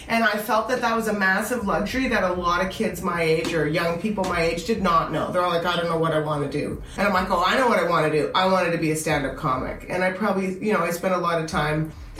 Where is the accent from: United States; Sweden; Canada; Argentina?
Canada; moved away as an adult; I'm from Canada.